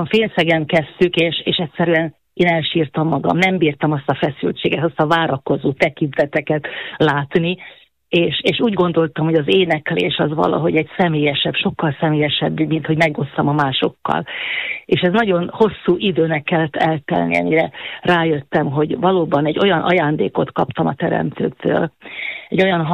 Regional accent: Lučenec, Banská Bystrica Region, Slovakia; Ja, igen, igen, hát Losoncon születtem, és valóban pincen éltem le életem legfontosabb gyermekéveit.

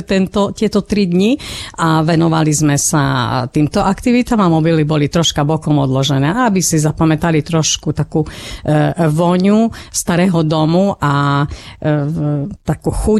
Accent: Zemplín, Slovakia; ako u nás na Zemplíne hovoríme, až do škomiatka.

